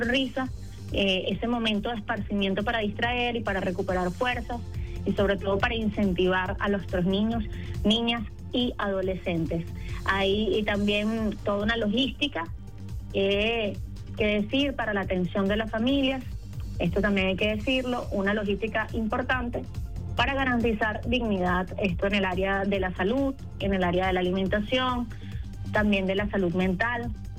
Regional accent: Venezuela

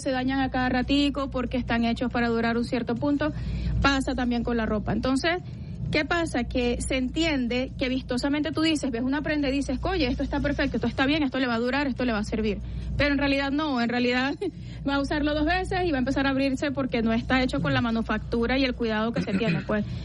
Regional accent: La Guaira, Venezuela; moved away as an adult; now in Caracas, Venezuela; yo soy guaireña, mi familia lo es, me criaron en La Guaira, toda la vida viví allí hasta que fui ya más adulta y ya me mudé para acá, para Caracas.

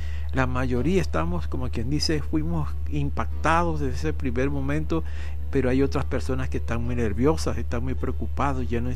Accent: Venezuela; Nosotros nos conocemos como venezolanos

